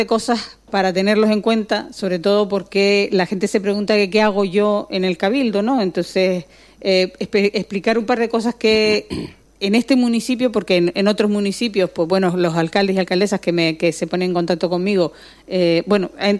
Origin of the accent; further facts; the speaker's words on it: Ingenio, Canary Islands, Spain; No le puedo decir mucho más porque desconozco cómo están los taxis en Agüimes. Yo soy de Ingenio.